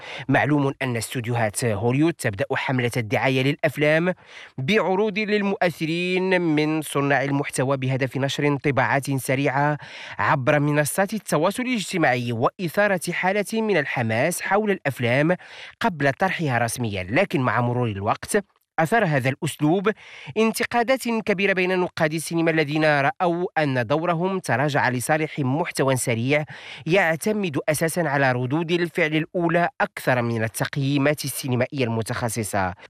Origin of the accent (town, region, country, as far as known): Morocco